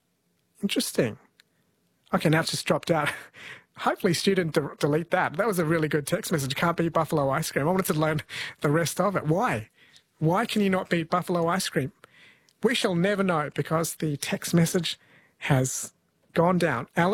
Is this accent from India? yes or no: yes; Kerala, India; born there; Mañana in Malayalam, I was born in Kerala, means yesterday.